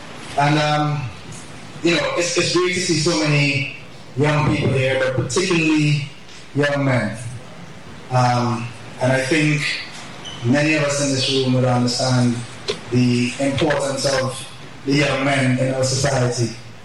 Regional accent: Calder, St. Vincent & Grenadines; I'm from a little village in St. Vincent and the Grenadines called Calder.

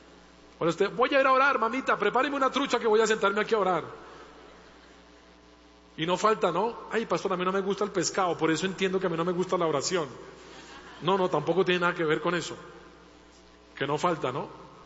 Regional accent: Colombia; en mi tierra, que en Colombia

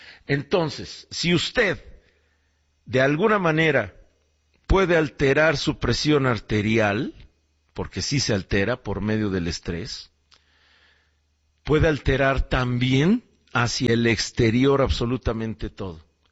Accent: Mexico

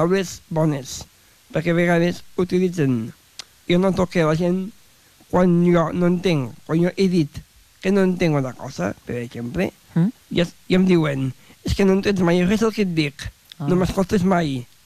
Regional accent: Tàrrega, Catalonia, Spain; Jo soc de Tàrrega.

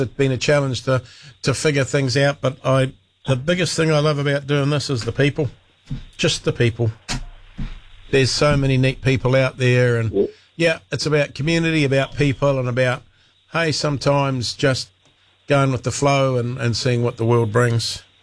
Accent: Raglan, Waikato, New Zealand; also born or lived in Hamilton; I was born in Raglan, so I'm a... final raw boy, born in Raglan, and always been around the Waikato, so yeah, it's not far from home.

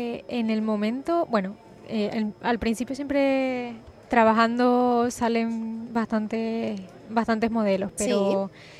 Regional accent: Frontera, Canary Islands, Spain

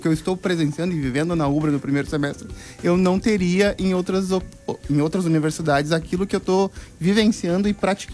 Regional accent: Porto Alegre, Rio Grande do Sul, Brazil; Eu sou de Porto Alegre.

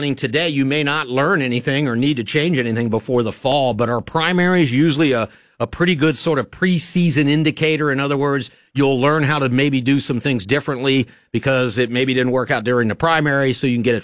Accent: Fairfield, Ohio, United States; my father ran for council 1 year in the small town I grew up in Fairfield, Ohio.

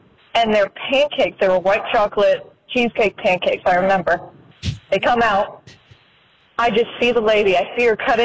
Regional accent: Crestview, Florida, United States; I'm from Crestview, Florida, and I'm 17 years old.

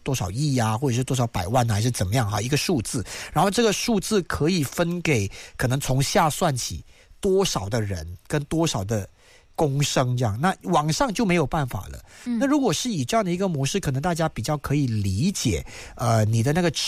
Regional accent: Malaysia; 因为我们都是马来西亚人嘛。

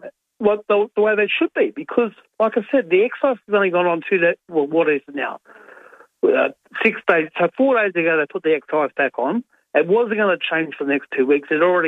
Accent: New South Wales, Australia; I think because I came from New South Wales and some stations over there might have hung around a bit longer, especially countries, because I'm from country New South Wales.

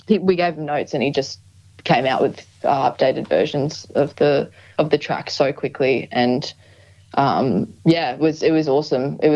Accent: Queensland, Australia; Oh, yeah, I'm just from Queensland. You know. I did grow up doing a lot of singing training

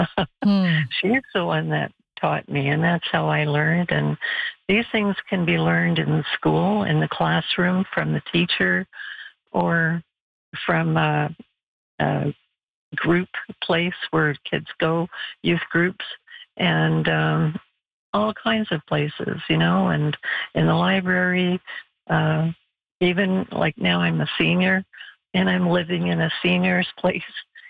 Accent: Montreal, Quebec, Canada; We are from Montreal

